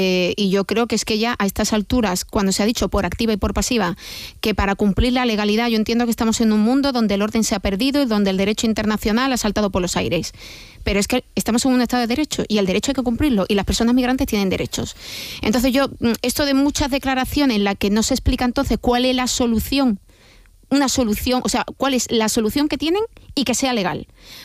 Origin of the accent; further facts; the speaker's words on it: Andalusia, Spain; yo soy de Andalucía